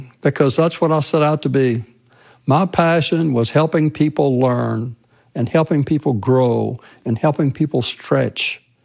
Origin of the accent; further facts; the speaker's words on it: Mecklenburg County, Virginia, United States; moved away as an adult; now in Ohio, United States; I'm not an Ohio native. I grew up in Southern Virginia